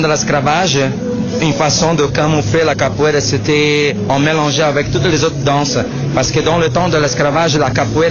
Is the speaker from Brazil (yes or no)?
yes; Brazil; Pour moi, en tant que brésilien, je veux dire que c'est une chose qui me manque beaucoup, c'est la nourriture. Donc la nourriture brésilienne, elle est super riche.